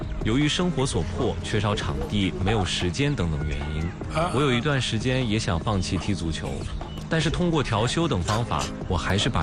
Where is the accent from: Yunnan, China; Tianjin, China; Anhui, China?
Anhui, China; Hefei; 那时我15岁，我家离这里很近，我是合肥人。